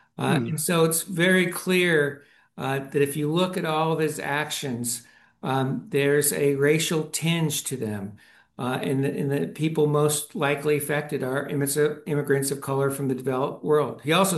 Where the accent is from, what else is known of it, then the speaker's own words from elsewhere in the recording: Los Angeles, California, United States; I'm from Los Angeles, and I was in Los Angeles last fall at UCLA.